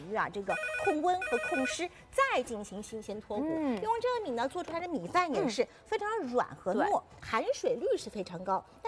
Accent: Shanghai, China

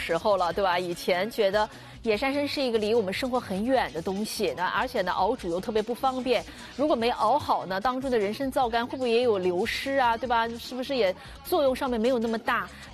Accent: China

